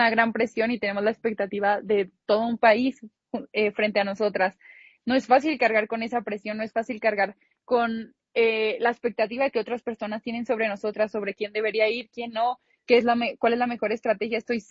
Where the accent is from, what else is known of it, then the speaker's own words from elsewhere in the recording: Chihuahua, Mexico; born there; now in Santa Fe, Mexico City, Mexico; yo nací en Chihuahua y fue por una beca deportiva que viajé a Santa Fe a estudiar.